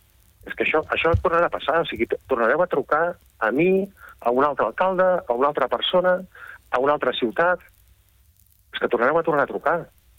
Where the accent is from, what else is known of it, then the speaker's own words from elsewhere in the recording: Manresa, Catalonia, Spain; jo, de fet, he nascut, he estudiat, m'he criat a Manresa i em sap molt greu tot el que està passant a Manresa.